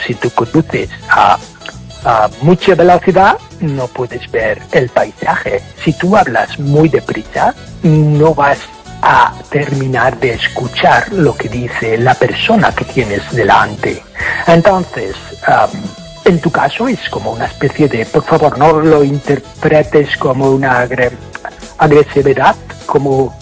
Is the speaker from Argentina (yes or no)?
no; Ireland; Spanish is a second language